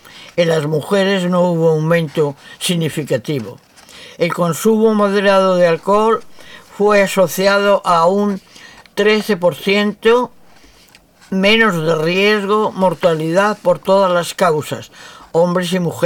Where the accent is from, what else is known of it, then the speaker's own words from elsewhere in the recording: Madrid, Community of Madrid, Spain; También a mí, Madrid. Que soy madrileña también.